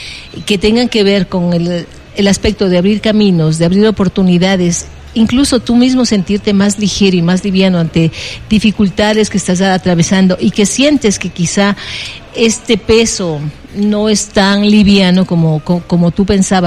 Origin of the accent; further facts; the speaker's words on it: Ecuador; Y somos ecuatorianos.